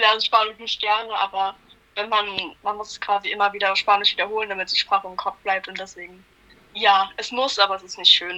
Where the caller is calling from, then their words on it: Freital, Saxony, Germany; ich komme aus Sachsen, um genau zu sein aus Freital.